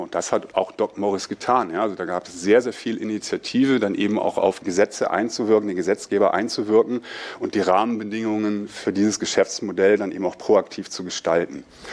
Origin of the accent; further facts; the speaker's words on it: Baden-Württemberg, Germany; Ich komme aus Baden-Württemberg.